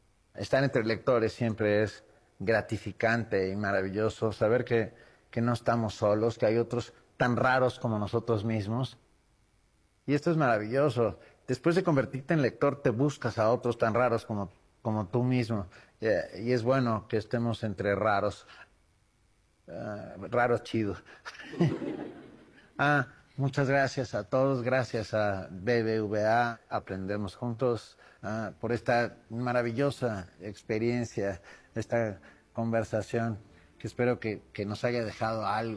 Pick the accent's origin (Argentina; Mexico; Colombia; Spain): Mexico; Me parece vital e importantísima y necesarísima para entendernos como mexicanos.